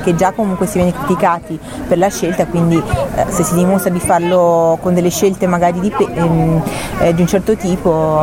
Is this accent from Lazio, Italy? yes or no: no; Venice, Veneto, Italy; io sono di un'isola di Venezia, no? Sono veneziana